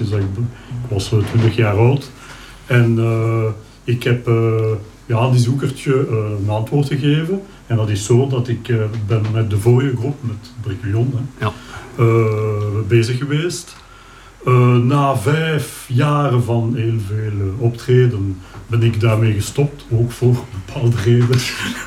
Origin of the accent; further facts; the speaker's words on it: Schaerbeek, Brussels-Capital Region, Belgium; Van Schaarbeek.